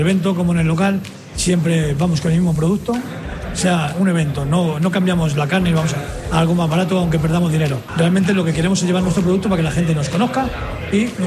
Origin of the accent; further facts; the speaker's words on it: Torrejón de Ardoz, Community of Madrid, Spain; hasta que hemos llegado aquí, donde me crié, en Torrejón.